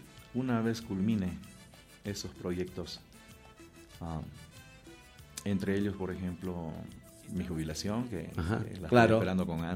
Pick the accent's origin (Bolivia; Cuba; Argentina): Bolivia; Riberalta, Beni; now in United States; Mi tierra, mi bella Ribera Alta, que yo siempre la menciono. Estoy siempre allá. Ayer llegué de allá. Estuve allá.